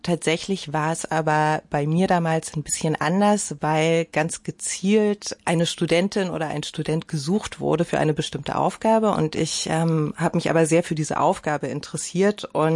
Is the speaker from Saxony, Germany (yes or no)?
no; Berlin, Germany; In Frohnau mit Garten und die Zeit im Wedding hat sich zum Glück, möchte ich jetzt sagen, auf meine ersten zwei Lebensjahre beschränkt